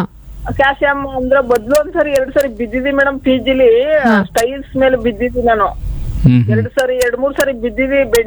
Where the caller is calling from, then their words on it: Mysuru, Karnataka, India; ಮೈಸೂರಿಂದ.